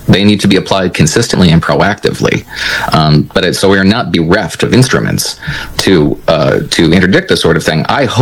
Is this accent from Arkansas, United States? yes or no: no; New Jersey, United States; born or raised there